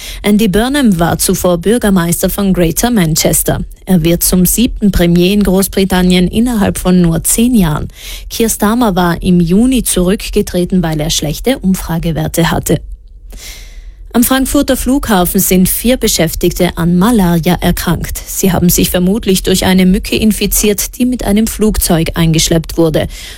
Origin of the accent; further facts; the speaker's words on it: Trentino-Alto Adige, Italy; Bei uns in Südtirol ist es so, dass Väter nur untertags bei den Babys bleiben dürfen.